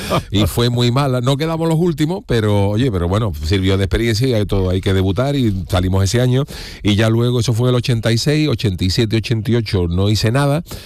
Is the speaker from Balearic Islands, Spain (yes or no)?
no; Cádiz, Andalusia, Spain; born there; Yo soy beduino, porque en Cádiz, como tú bien dices, los beduinos se le conocen de murallas para afuera, lo que es la puerta de tierra. Pero yo nací en Cádiz. O sea, yo de nacimiento soy gadita.